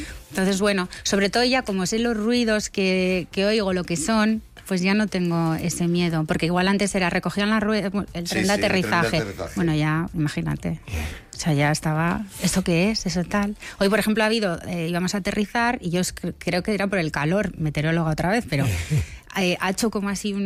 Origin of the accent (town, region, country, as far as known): Bilbao, Basque Country, Spain